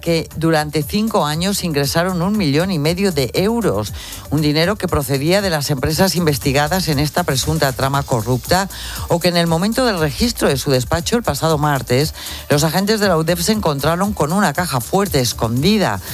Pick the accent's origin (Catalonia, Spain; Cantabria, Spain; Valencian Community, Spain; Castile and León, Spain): Castile and León, Spain; Lerma; Que yo soy de Lerma.